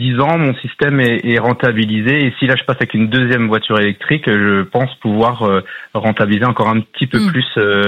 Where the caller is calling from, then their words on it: Bourgogne-Franche-Comté, France; je suis dans la région d'Auxerre.